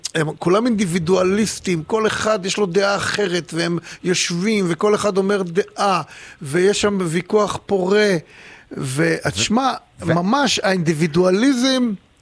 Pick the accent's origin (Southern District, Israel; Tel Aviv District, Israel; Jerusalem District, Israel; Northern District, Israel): Tel Aviv District, Israel; Tel Aviv; אני לא מכיר אפילו אחד כזה בתור תל אביבי.